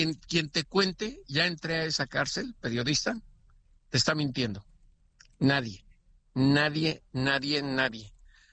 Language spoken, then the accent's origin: Spanish; Mexico; now in United States; así somos los mexicanos